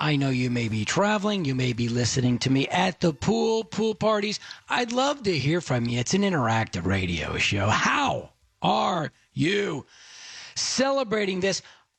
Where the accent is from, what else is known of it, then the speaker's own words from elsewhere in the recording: Dallas, Texas, United States; I went, and I grew up in Dallas.